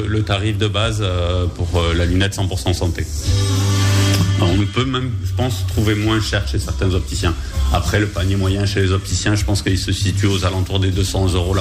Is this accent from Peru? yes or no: no; Toulouse, Occitanie, France; Je suis toulousain depuis toujours